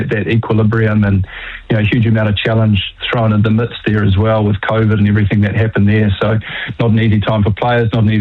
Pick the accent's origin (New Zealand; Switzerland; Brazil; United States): New Zealand; Auckland; born or raised there